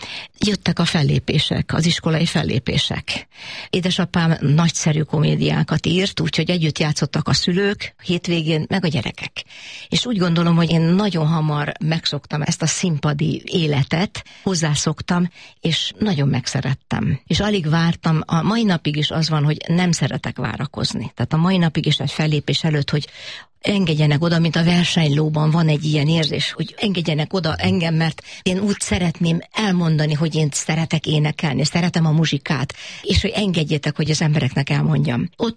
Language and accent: Hungarian; Szeged, Csongrád-Csanád, Hungary; Szeged. Tápékutassi iskola, és ez a, úgy szoktam mondani, a Tiszántúl. Nem a Dunán, hanem a Tiszántúl. És ez egy csodálatos környezet volt, ez egy gyönyörű természeti környezet.